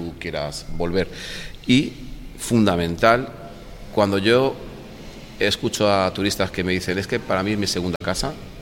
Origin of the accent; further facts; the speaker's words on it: Benidorm, Valencian Community, Spain; now in Alfaz del Pi, Spain; yo soy nacido en Benidorm y me he criado en la playa de Benidorm y su arena.